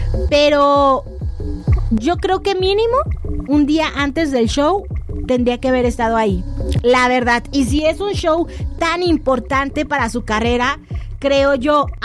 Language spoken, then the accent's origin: Spanish; Mexico; celebrar que somos mexicanos